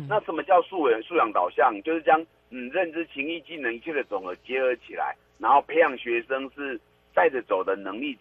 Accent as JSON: {"language": "Chinese", "country": "Taiwan", "said": "很喜欢，这也是我们台湾人的日常啊。"}